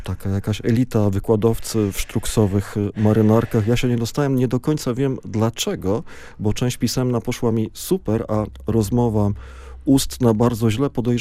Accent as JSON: {"language": "Polish", "town": "Wrocław", "region": "Lower Silesian Voivodeship", "country": "Poland", "said": "ja jestem z Wrocławia."}